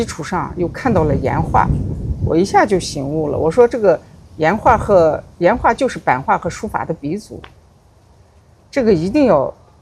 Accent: Xinjiang, China; 这个如果我们新疆人不把它找出来啊

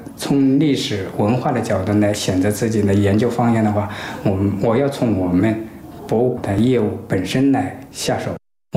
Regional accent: southern China, China; 因为我们是南方人

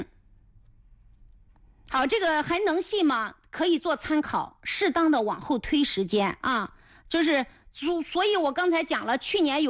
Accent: Anhui, China; 就我年轻的时候在皖北地区长大

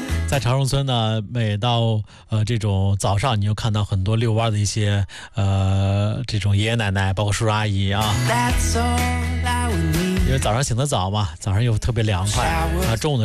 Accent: Handan, Hebei, China; 我的老家邯郸五湾

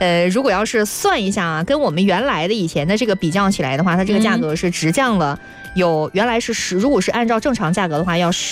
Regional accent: Gansu, China; now in Guangzhou, China; 我寄到我们甘肃老家都会包邮

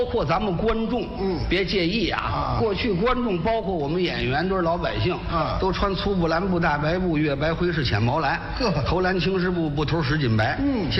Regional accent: Beijing, China; 我就是北京人。

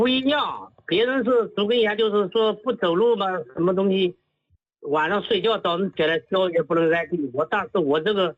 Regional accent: Henan, China; now in Shaoxing, China; 我是人是河南的，但是在绍兴这边已经待了10多年了。

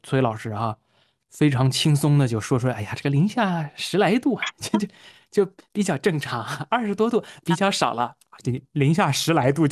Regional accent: Shanxi, China; 我是山西人

